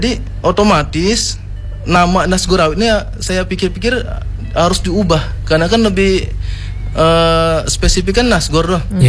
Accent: West Java, Indonesia; karena saya orang Sunda

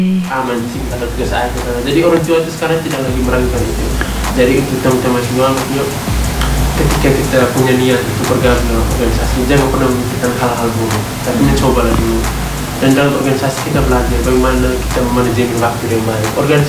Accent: Indonesia; Jadi kami orang Indonesia

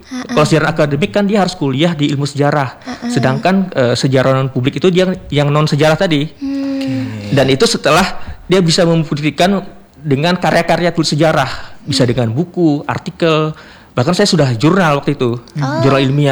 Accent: Samarinda, East Kalimantan, Indonesia; moved away as an adult; ketika saya bekerja di luar Kaltim, nah itu ada perasaan kangen sama kampung halaman

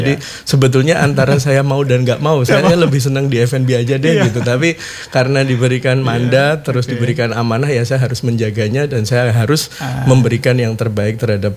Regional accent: Semarang, Central Java, Indonesia; now in Lombok, Indonesia; Saya Jawa Tengah, saya Semarang.

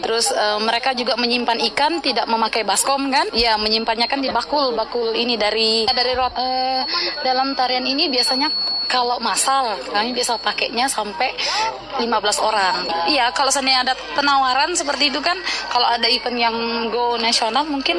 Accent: Indonesia; dari kampung kami, yaitu Kecamatan Tanah Merah. Memang di situ dulu daerah yang terpencil

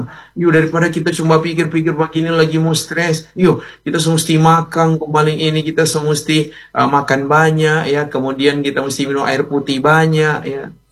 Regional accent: Manado, North Sulawesi, Indonesia; Walaupun kita orang Manado iya dapat rasanya tidak enak dan ya.

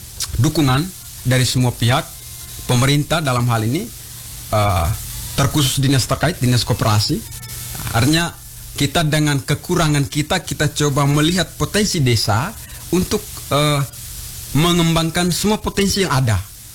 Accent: East Nusa Tenggara, Indonesia; born there

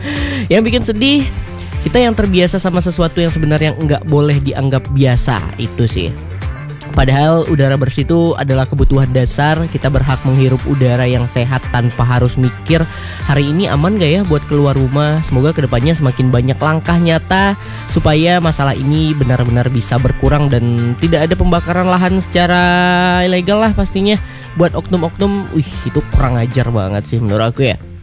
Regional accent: West Kalimantan, Indonesia; Sebagai warga Kalimantan Barat

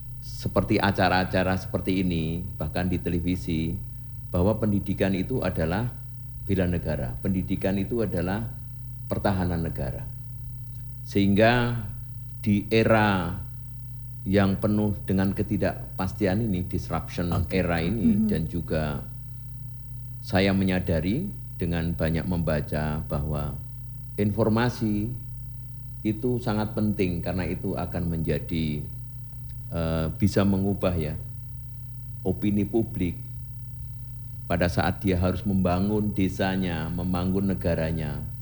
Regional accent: Klaten, Central Java, Indonesia; moved away; also born or lived in Surakarta; sangat bangga sebagai Wong Solo. Walaupun saya aslinya di Klaten.

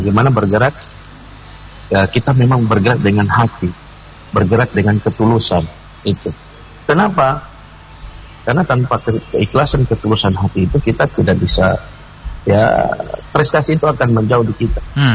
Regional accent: Gorontalo, Indonesia; Saya sampaikan, saya orang Gorontalo.

